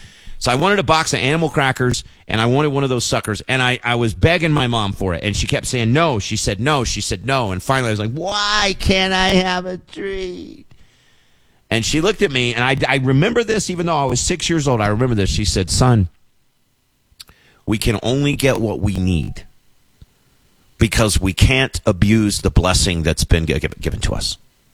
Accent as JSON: {"language": "English", "town": "Wilmore", "region": "Kentucky", "country": "United States", "tie": "born or raised there", "said": "my hometown of Wilmore"}